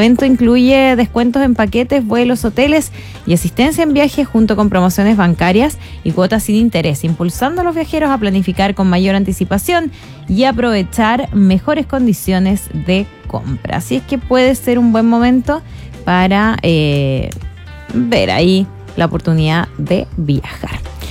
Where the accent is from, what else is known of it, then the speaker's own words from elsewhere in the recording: Chile; ¿Somos planificados los chilenos?